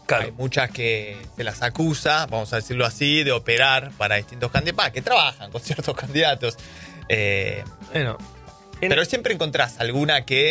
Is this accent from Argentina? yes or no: yes; Argentina